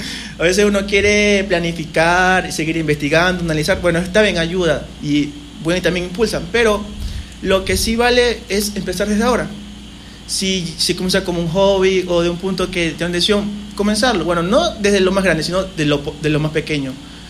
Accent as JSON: {"language": "Spanish", "region": "Los Ríos", "country": "Ecuador", "tie": "born or raised there", "said": "en Recinto donde soy oriundo, en la Federico Intriago"}